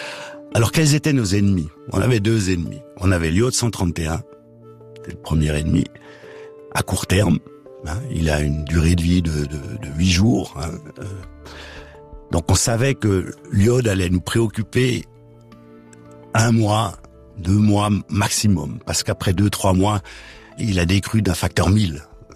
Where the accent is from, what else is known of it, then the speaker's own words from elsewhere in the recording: Ticino, Switzerland; dans les régions les plus fortement contaminées, c'est-à-dire chez nous au Tessin et dans le sud des Alpes.